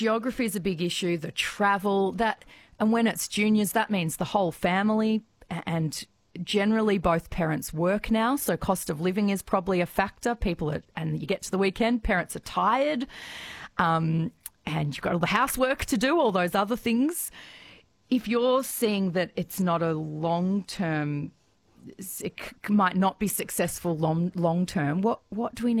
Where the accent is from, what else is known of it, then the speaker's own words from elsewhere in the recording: Paynesville, Victoria, Australia; I remember as a kid growing up in Painesville